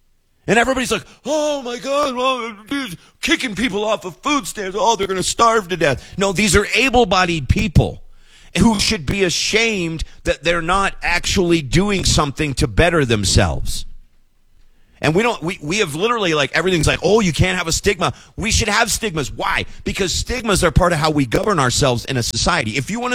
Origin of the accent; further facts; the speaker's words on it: Wilmore, Kentucky, United States; my hometown of Wilmore